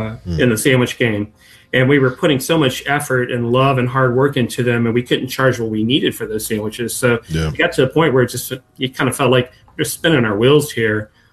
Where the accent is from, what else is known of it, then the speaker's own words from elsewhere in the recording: Texas, United States; growing up in Texas